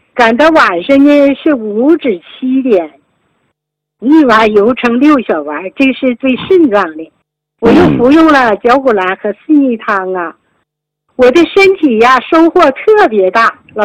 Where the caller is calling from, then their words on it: Suihua, Heilongjiang, China; 我是来自黑龙江绥化，